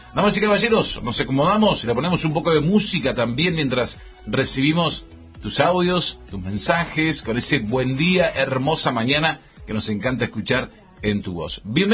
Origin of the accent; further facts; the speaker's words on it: Argentina; El manto que no divide, que nos une como argentinos, aquí, en nuestra tierra y en cualquier rincón del planeta Tierra